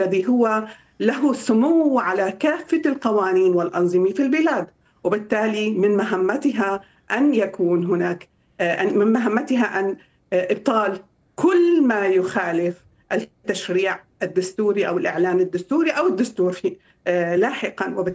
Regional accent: Syria; نحن كسوريين وقانونيين وقضاة ومحامين

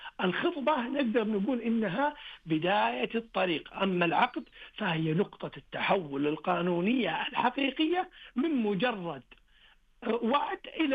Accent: Saudi Arabia; طريقة العدول الرقي كمسلمين كعرب كسعوديين

